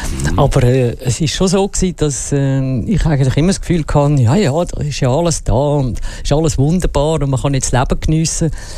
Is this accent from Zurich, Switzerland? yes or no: yes; Zurich, Switzerland; Nein, ich bin Zürcher, ich bin in Zürich aufgewachsen, in Zürich in die Schule und halt immer noch sehr stark mit Zürich verbunden.